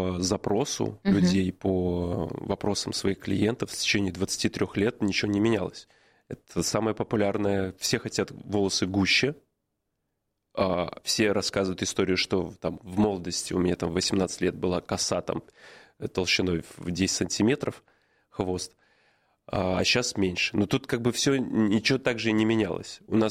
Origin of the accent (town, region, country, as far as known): Belarus; moved away as an adult